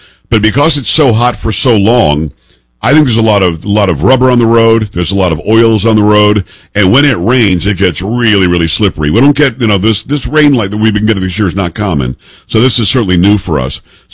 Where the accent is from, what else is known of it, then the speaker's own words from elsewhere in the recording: Florida, United States; also born or lived in New York; Like, I grew up in Florida, it absorbs. I born in New York, lived there for 7 years.